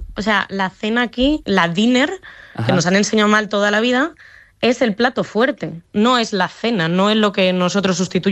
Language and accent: Spanish; Extremadura, Spain; accent: Madrid; also born or lived in Madrid; now in Ireland